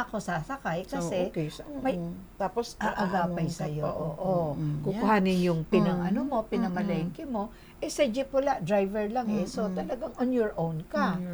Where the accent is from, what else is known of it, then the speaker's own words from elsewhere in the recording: Tabaco, Bicol Region, Philippines; Modern jeep na, papunta sa amin sa Tabaco, Legazpi, ganyan.